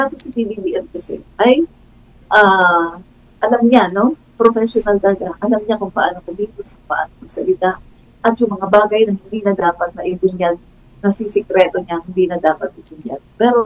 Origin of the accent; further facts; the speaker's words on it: Mindanao, Philippines; moved away; Ayun, hindi namin alam sino yung Duterte, pero taga Mindanao kami ah. Nag-migrate na lang.